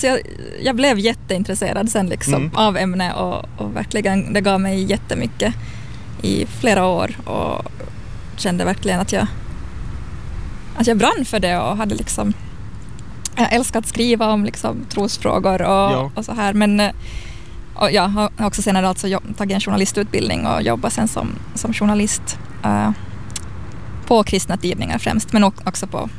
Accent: Maxmo, Ostrobothnia, Finland; moved away as an adult; also born or lived in Turku; Ja, jag kommer från Maxmo-kärren. Men det är nog jättelänge sedan jag har bott där. Jag flyttade hemifrån som 18-åring till Åbo

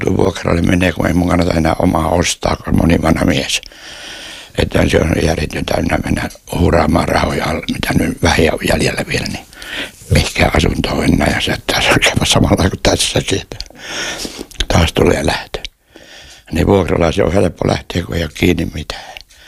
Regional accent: Ähtäri, South Ostrobothnia, Finland; born there; also born or lived in Tampere; now in Virrat, Finland; syntyisinkin maalta, niin Tampereen Vilinnän jälkeen niin tulin tänne, kun mun kotipaikka on tuolla Ähtärissä perikunnan paikka

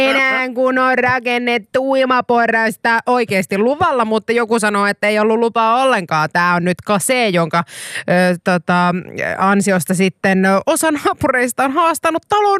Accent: Kuopio, North Savo, Finland; koska olen Kuopiosta kotoisin, niin isälläni on vene.

